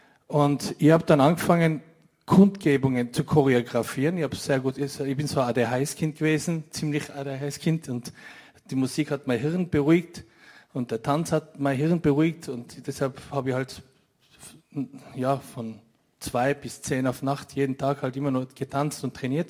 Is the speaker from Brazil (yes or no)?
no; Austria; bin ich extra in Uniform hin, habe ich gesagt, schau, ich bin Österreicher.